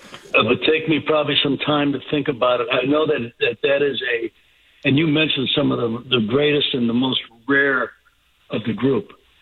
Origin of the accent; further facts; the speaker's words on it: Chicago, Illinois, United States; now in Los Angeles, United States; since I was a little kid growing up in Chicago.